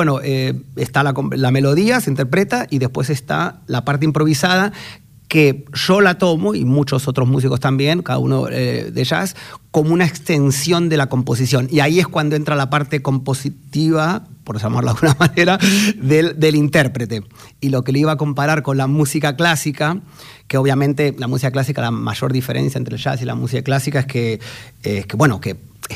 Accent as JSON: {"language": "Spanish", "region": "Buenos Aires", "country": "Argentina", "said": "Aires, capital."}